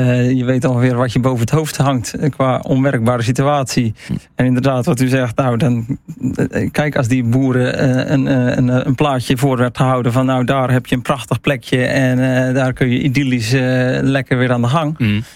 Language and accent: Dutch; Walcheren, Zeeland, Netherlands; ik kom van Walcheren, dus ik ken de manteling van Walcheren en ik ken de kop van Schouwen.